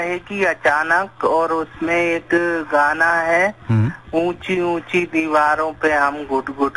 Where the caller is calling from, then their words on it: Vidisha, Madhya Pradesh, India; MP Vidisha से बात कर रहा हूँ सर।